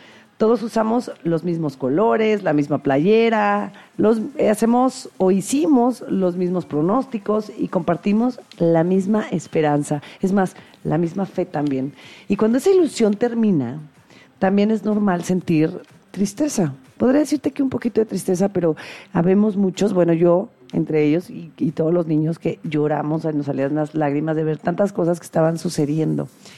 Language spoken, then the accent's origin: Spanish; Mexico; evolucionamos como mexicanos, como país.